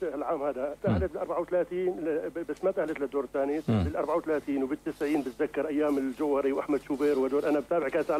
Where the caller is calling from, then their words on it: Syria; انا من الشام.